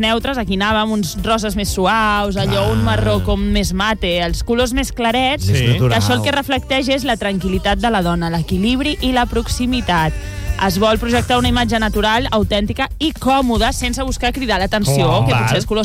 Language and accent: Catalan; Catalonia, Spain; És un tema de l'orgull que sento com a catalana, de la història que ha fet Barcelona, de la història que ha fet Catalunya.